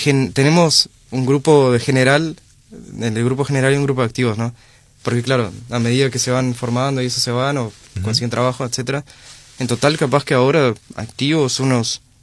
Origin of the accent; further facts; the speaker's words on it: Uruguay; Yo soy del Cerro Marco.